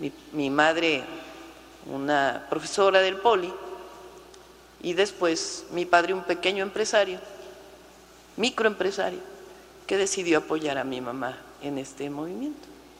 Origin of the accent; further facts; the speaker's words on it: Mexico City, Mexico; born there; Nací en la Ciudad de México en el año de 1962.